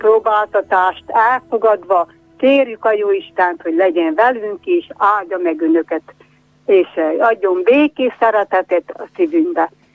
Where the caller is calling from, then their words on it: Miercurea Ciuc, Harghita, Romania; Igen, én Csíkszeredából vagyok